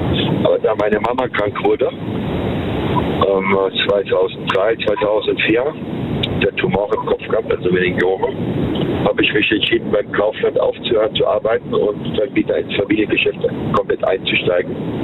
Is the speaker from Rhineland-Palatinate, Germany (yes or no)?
yes; Worms, Rhineland-Palatinate, Germany; born there; Und ich bin zwar in Worms geboren, meine Eltern sind Sizilianer oder Emigranten gewesen damals.